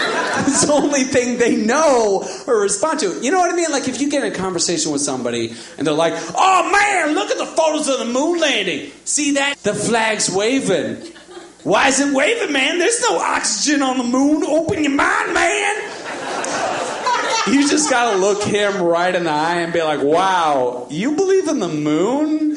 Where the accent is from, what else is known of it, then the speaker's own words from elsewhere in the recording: Virginia, United States; I'm from Virginia, the South.